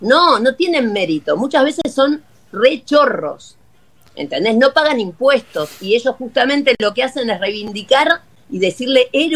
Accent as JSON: {"language": "Spanish", "country": "Argentina", "said": "Y nosotros no somos todos los argentinos, somos el 1%, menos del 1%."}